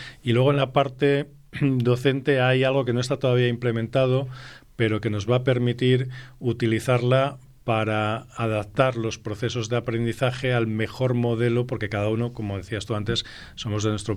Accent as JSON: {"language": "Spanish", "country": "Spain"}